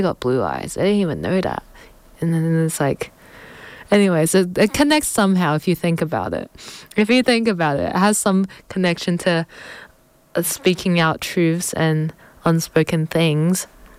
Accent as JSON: {"language": "English", "town": "Canberra", "region": "Australian Capital Territory", "country": "Australia", "tie": "born or raised there", "said": "I grew up in Canberra, so I got the whole Canberra school system"}